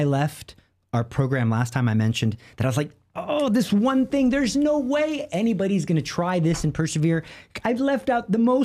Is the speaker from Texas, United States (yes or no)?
yes; Texas, United States; I am from Texas. Even though I don't shoot guns, I open carry my weapon, my spiritual weapon.